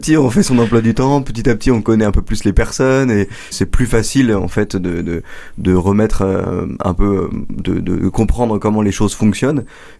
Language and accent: French; Compiègne, Hauts-de-France, France; moved away as an adult; now in Châlons-en-Champagne, France; Alors moi je suis originaire de Picardie, pas très très loin. Je viens de Compiègne.